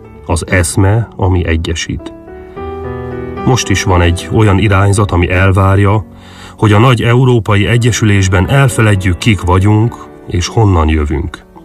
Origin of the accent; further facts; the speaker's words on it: Hungary; born there; Alapérzése az életemnek, hogy magyar vagyok, hogy ide születtem. Nem vágyom máshová. Szeretek itt élni.